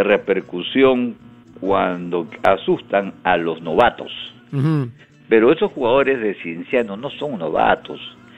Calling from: Lima, Peru; de San Miguel, Lima, Perú.

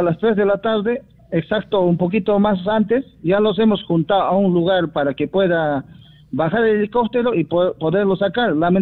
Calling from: Quillabamba, Cusco, Peru; nosotros somos de Quillabamba

